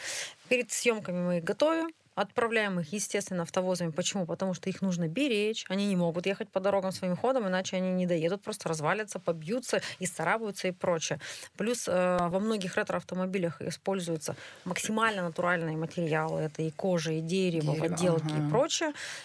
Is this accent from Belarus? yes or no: no; Urals, Russia; у нас в Пышме, и мы можем все уральцы гордиться этим